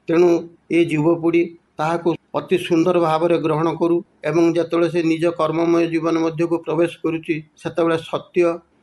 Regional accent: Odisha, India; 85-86 ପରେ ଓଡ଼ିଶାର ଗାଁ ଗଣ୍ଡାରେ ଟିଭି ଦେଖିବାକୁ ମିଳିଲା, କିନ୍ତୁ ଆମ ପିଲାବେଳର ଜୀବନ ଏଇ ରେଡ଼ିଓରେ ହିଁ ଯାଇଛି।

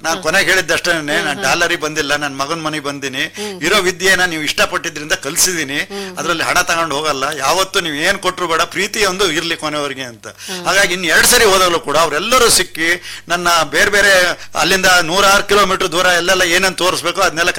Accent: South India, India; ನಾವು ಕರ್ನಾಟಕದಲ್ಲಿ ನಾವಿರೋದು, ಈಗ ನಾವಿರೋದೆಲ್ಲ ಸೌತ್ ಇಂಡಿಯಾದವರು

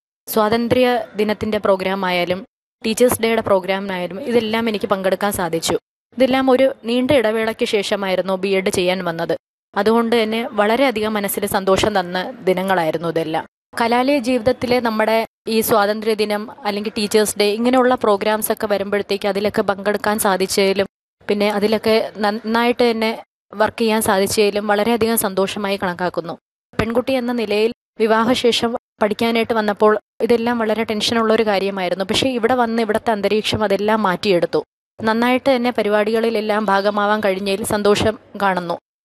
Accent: Thiruvananthapuram, Kerala, India; ഞാൻ തിരുവനന്തപുരം സ്വദേശിനിയാണ്.

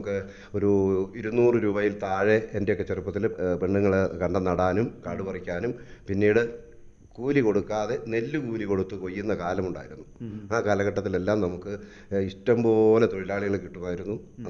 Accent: Rajakumari, Kerala, India; ഞങ്ങൾ കോതമംഗലത്തിനടുത്ത് പരീക്കണ്ണി എന്ന് പറയുന്ന സ്ഥലത്തു നിന്നാണ് രാജകുമാരിക്ക് വരുന്നത്. ഞാനിവിടെ വന്ന് ജനിച്ചു വളർന്ന ആളാണ്.

